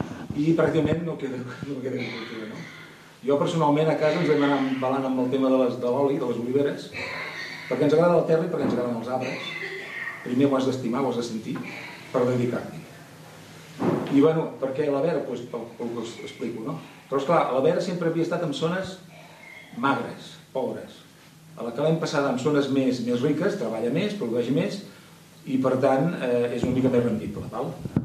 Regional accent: Sant Feliu, Catalonia, Spain; Tots som de Sant Feliu.

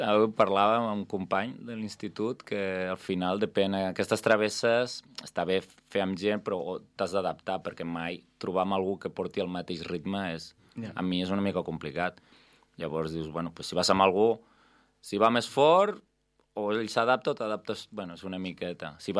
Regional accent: Tarragona, Catalonia, Spain; moved away; Jo baixo a Tarragona perquè meus pares viuen allà, jo sóc de Tarragona

